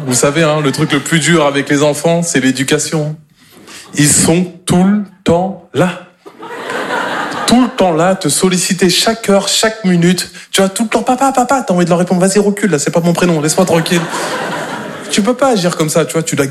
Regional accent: Normandy, France

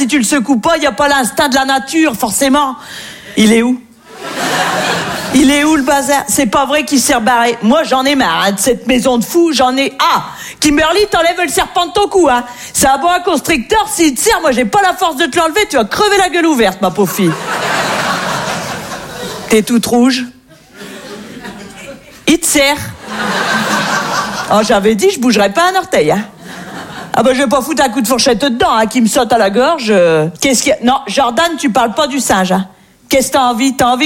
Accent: Hauts-de-France, France; moi je viens du nord de la France. Et c'est vrai qu'on est très gentils dans le nord.

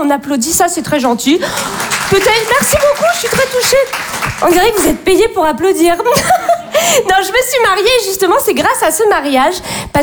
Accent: Bordeaux, Nouvelle-Aquitaine, France; je viens de Bordeaux. Et ayant grandi dans le milieu bourgeois bordelais, j'ai fait beaucoup de rallyes.

